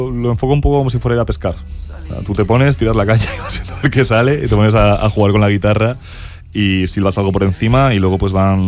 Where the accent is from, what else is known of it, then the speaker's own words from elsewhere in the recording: Poland; Porque yo soy polaco, mi padre es polaco